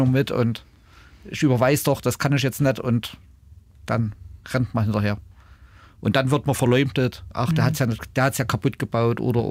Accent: Germany; Ich bin Deutscher

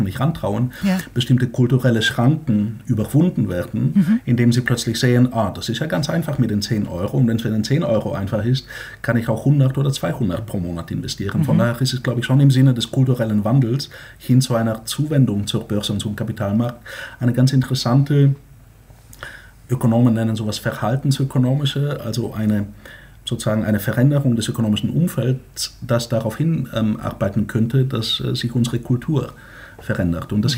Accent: Bulgaria; Übrigens wie in meiner Heimat Bulgarien, da ähnelt sich Sachsen mit meiner Heimat ganz doll

